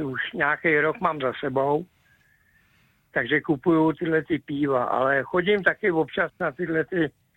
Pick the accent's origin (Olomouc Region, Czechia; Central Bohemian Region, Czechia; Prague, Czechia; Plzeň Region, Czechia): Prague, Czechia; protože jsem ze Smíchova, z Jinonic, ze Slivence